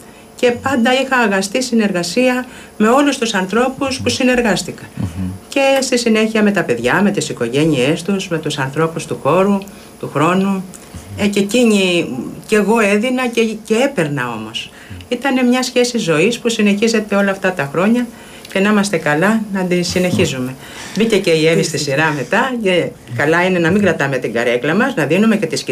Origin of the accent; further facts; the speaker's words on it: Lixouri, Ionian Islands, Greece; γιατί εγώ είμαι από το Λιξούρι